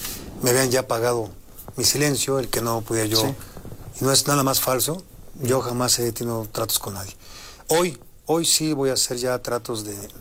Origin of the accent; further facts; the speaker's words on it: Mexico; y lo digo lleno de orgullo, pues soy mexicano. Yo me subo al metro, yo me subo a los peceros, yo camino por la calle de mi casa, yo no me escondo.